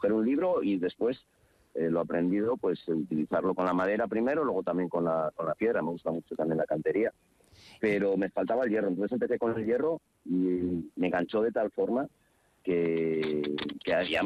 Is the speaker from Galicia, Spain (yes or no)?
no; Madrid, Community of Madrid, Spain; born there; moved away as an adult; now in Asturias, Spain; Yo nacido en Madrid, padres los dos alemanes, colegio alemán.